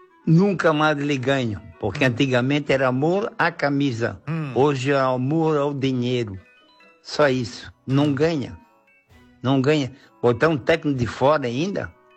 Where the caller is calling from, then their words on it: Itajaí, Santa Catarina, Brazil; Sou de Itajaí, Santa Catarina.